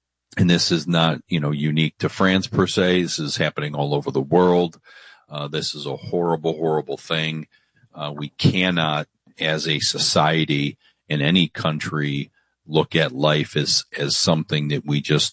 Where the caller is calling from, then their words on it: Cleveland, Ohio, United States; You know, I'm coming here from Cleveland, Ohio, and we have a governor's race going on.